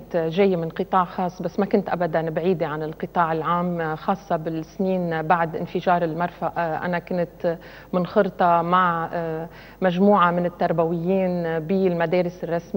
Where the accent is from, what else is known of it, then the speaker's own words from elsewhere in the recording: Tripoli, North Governorate, Lebanon; born there; انا كبرت بقلب هيدي العائلة. وقت بتكوني بطرابلس